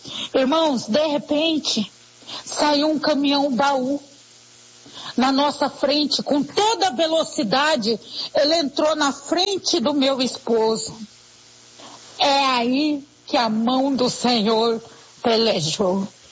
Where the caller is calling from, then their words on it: Coxim, Mato Grosso do Sul, Brazil; Sou aqui do Mato Grosso do Sul, da cidade de Coxim.